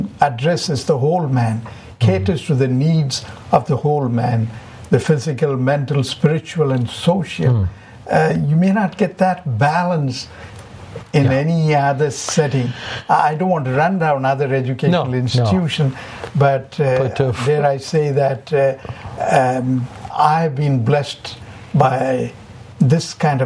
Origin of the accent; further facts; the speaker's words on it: India; Yes. I was born and brought up in India. I was a pastor.